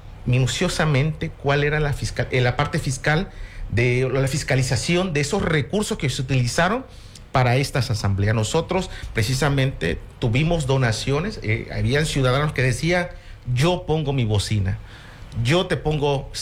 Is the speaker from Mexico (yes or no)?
yes; Mexico